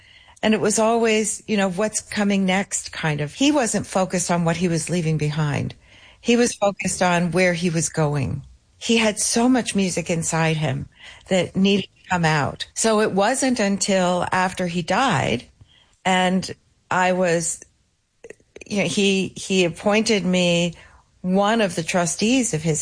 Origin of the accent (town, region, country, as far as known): New Jersey, United States; born or raised there